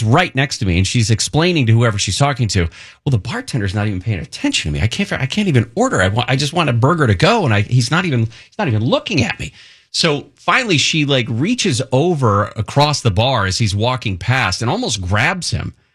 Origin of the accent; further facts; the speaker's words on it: California, United States; moved away; which I grew up in Northern California.